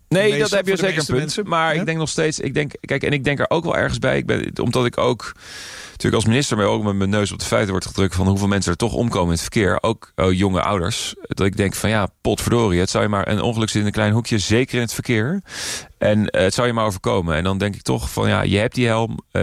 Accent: Rotterdam, South Holland, Netherlands; wij komen uit Rotterdam.

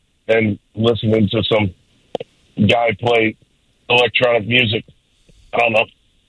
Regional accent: Festus, Missouri, United States; I grew up in Lower Jefferson County

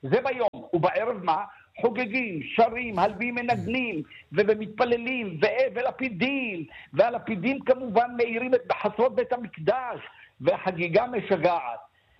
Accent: Ramla, Central District, Israel; גם אני בילדותי ברמלה בבית הורה, העלנו פתח ביצוק במרפסת, שהיה מכוסה כל השנה

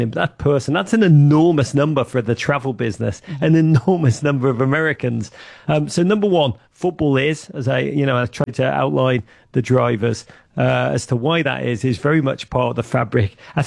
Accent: Liverpool, North West England, United Kingdom; also born or lived in Chicago; now in United States; came to the United States under the lure of, you know, everything that was great about this nation from the perspective of a kid growing up in Liverpool

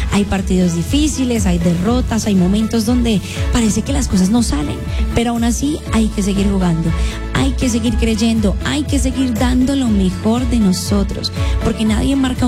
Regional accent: Colombia; esa energía tan bonita que nos une como colombianos

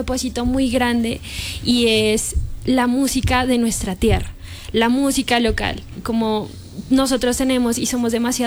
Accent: Ipiales, Nariño, Colombia; Yo soy de Nariño, de Ipiales

